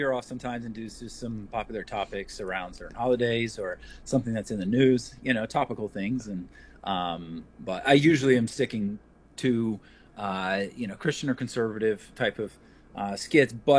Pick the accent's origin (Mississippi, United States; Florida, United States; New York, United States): Florida, United States; Tampa; moved away as an adult; now in Philadelphia, United States; I was raised in a Baptist church, and I'm from Tampa, Florida originally, moved up to Philadelphia for work.